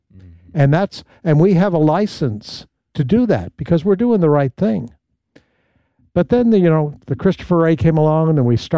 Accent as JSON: {"language": "English", "country": "Canada", "tie": "born or raised there", "moved": "yes", "said": "I grew up in Canada"}